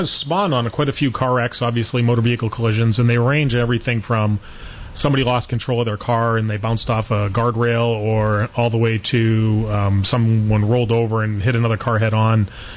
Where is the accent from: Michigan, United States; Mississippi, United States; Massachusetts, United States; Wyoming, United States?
Massachusetts, United States; moved away as an adult; also born or lived in Washington State; now in Scotts Valley, United States; I started my career in Massachusetts, in next to my hometown, and got hired full-time, came out to the western states just north of Seattle. I spent most of my career up in Washington State, 25 years